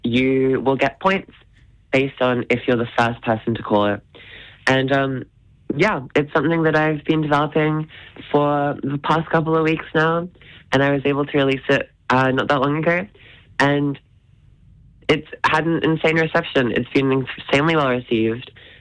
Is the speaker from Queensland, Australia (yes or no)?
yes; Brisbane, Queensland, Australia; I'm from Brisbane.